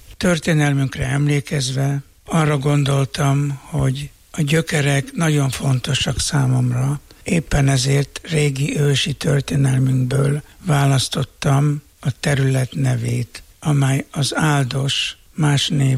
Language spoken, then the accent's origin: Hungarian; Farád, Győr-Moson-Sopron, Hungary; Én itt születtem, itt nőttem fel gyerekként, itt végeztem az általános iskoláimat, és ide tértem vissza